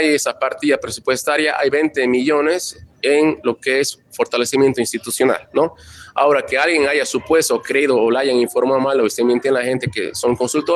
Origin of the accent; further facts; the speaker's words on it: Tarija, Bolivia; Todos somos tarijeños